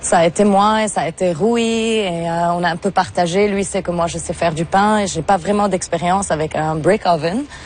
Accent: Lebanon; moved away; quand j'étais au Liban, qui est mon pays d'origine.

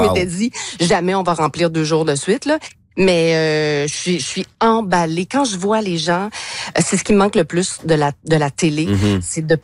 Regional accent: Quebec City, Quebec, Canada; now in Montreal, Canada; t'es diffusée dans ma ville natale.

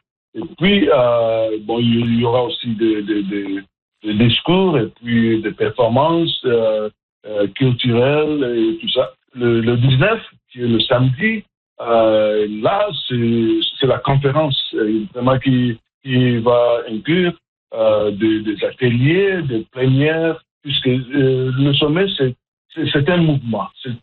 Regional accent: Atlantic Canada, Canada; comme vous le savez, moi, je suis de l'Atlantique

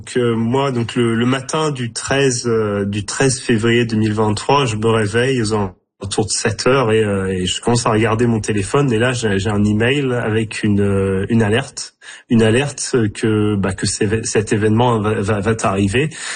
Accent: Normandy, France

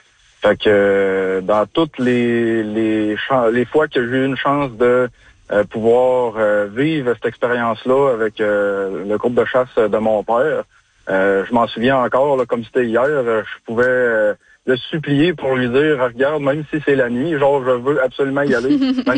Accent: Quebec, Canada; moved away as an adult; now in Côte-Nord, Canada; Moi, dans le fond, je suis natif de la Rive-Sud, dans Chaudière-Appalaches.

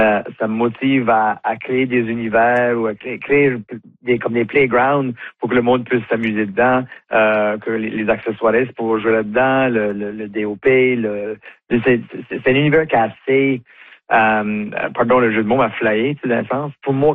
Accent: the Maritimes, Canada; ici chez nous au Maritime, en Acadie.

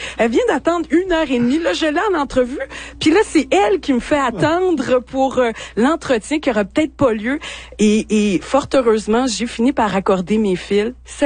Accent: Haiti; accent: Haitian; Donc, vous entendez mon accent haïtien. Donc, c'est un enfant comme moi que ses parents sont nés en Haïti.

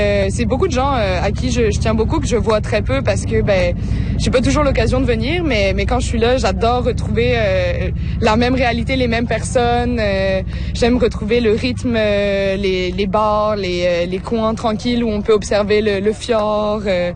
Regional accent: Réunion, France; Je suis originaire de la France. J'ai grandi à l'île La Réunion.

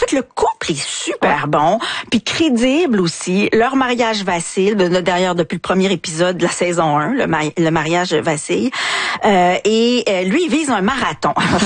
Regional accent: Quebec, Canada; Puis quand on a la quarantaine, la cinquantaine, on se reconnaît, même si on est du Québec.

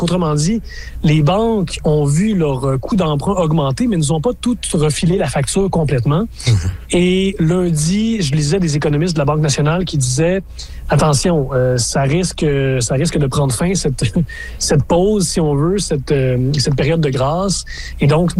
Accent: Canada; chez nous au Canada

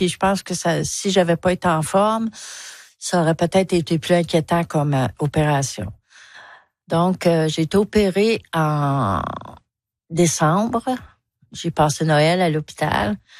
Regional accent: Rouyn-Noranda, Quebec, Canada; now in Neuville, Canada; Je viens de l'Abitibi. J'ai 74 ans. J'ai vécu mon enfance à Rouyn-Noranda. L'Abitibi, c'est un territoire de lacs et de rivières.

